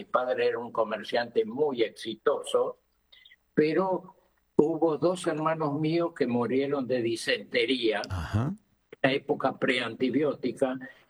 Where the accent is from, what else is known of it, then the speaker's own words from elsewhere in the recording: Cuba; born there; Yo nací en Cuba, uh-huh. En Cancún, que es como si a 400 kilómetros de La Habana.